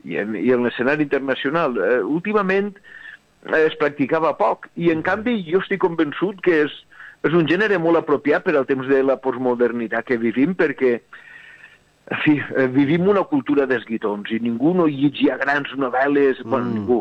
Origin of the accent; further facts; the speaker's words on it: Altea, Valencian Community, Spain; Saps que com a animal que viu a cavall entre Altea, que mon pare és d'Altea, jo soc d'Altea, m'he criat així, però sí.